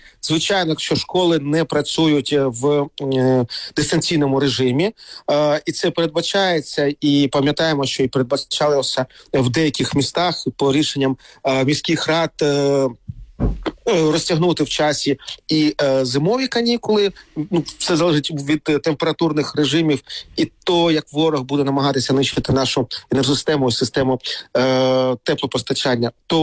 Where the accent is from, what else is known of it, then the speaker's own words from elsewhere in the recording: Kharkiv, Kharkiv Oblast, Ukraine; Якщо говорити про мій рідний Харків, то Харків за 4 роки перейшов від системи централізованого теплопостачання